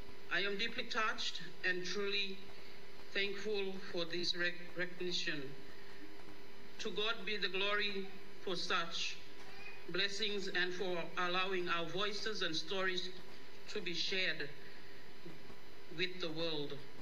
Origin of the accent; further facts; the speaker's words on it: Yam Island, Queensland, Australia; I'm from Yama Lug … It's a honor to be here from Yama as a member of the community